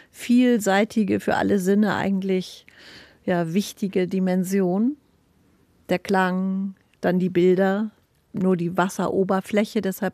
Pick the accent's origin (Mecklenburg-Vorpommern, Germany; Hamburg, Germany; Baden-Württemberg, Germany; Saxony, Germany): Hamburg, Germany; Also ich bin damit auch aufgewachsen in Hamburg mit der Elbe.